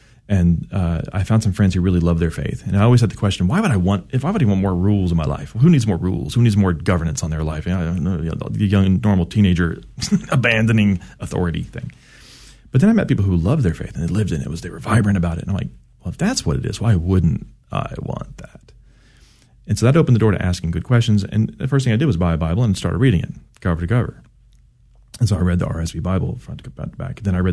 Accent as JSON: {"language": "English", "town": "Cedar Hill", "region": "Texas", "country": "United States", "tie": "born or raised there", "also_born_or_lived": "Dallas", "said": "I grew up in Cedar Hill, Texas, just south of here. I loved coming in today. I got to see I was born in Dallas. I could see literally the place I was born outside the window."}